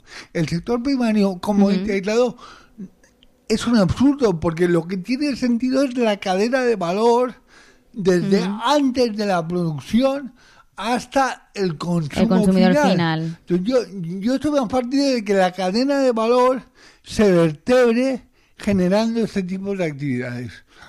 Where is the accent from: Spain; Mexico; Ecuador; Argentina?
Spain